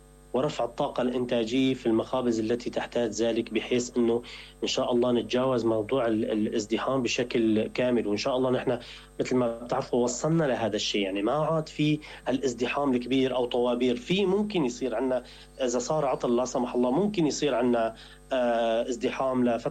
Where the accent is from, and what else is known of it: Syria